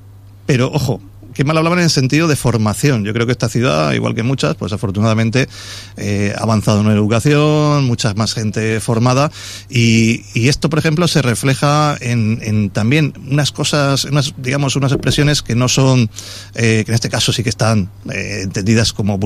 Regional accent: Valencian Community, Spain; Es verdad que nosotros pues tenemos nuestra forma de hablar también muy en este caso relacionada pues por la presencia del valenciano, de un valenciano también bastante peculiar, porque somos de las últimas zonas donde se habla valenciano

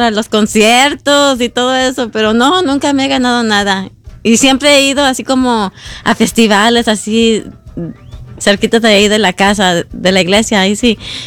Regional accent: Duarte, California, United States; born there; Yo soy nacida aquí en Duarte, California.

